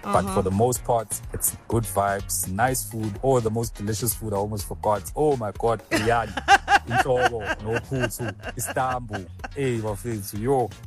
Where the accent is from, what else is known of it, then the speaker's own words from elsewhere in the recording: Durban, KwaZulu-Natal, South Africa; I grew up in Guamash